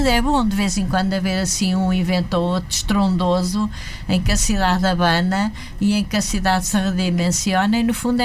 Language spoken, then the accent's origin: Portuguese; Coimbra, Portugal; Nós, se quisermos conhecer Coimbra, não vamos para a Solum. Eu sou da Solum, não é?